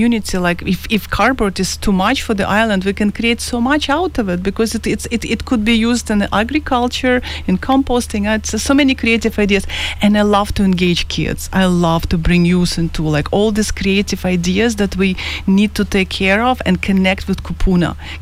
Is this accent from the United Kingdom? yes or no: no; Ukraine; also born or lived in Vancouver, Canada / Paris, France / Malaga, Spain / Marbella, Spain; now in Kauai, United States; I grew up in Ukraine